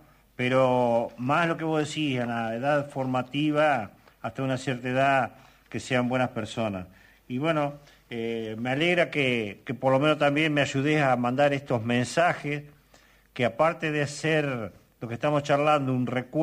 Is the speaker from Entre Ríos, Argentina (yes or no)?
yes; Concepción del Uruguay, Entre Ríos, Argentina; also born or lived in Colón; Si bien yo soy de acá de Concepción, nací en Colón, pero estuve 2 meses, soy de Concepción también.